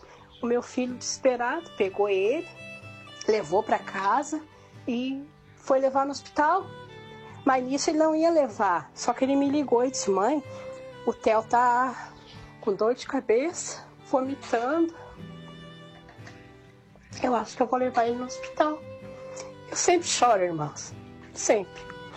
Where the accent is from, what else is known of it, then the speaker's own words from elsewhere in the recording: Alvorada, Rio Grande do Sul, Brazil; sou de Alvorada, Rio Grande do Sul.